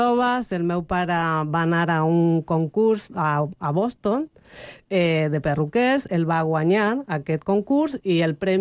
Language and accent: Catalan; Argentina; now in Spain; I quan jo vaig créixer allà, en realitat soc espanyola, a l'Argentina, bueno, soc espanyola de paper.